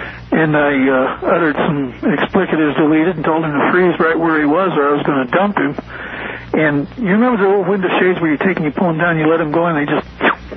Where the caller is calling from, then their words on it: Sparks, Nevada, United States; I'm from, I'm in Sparks.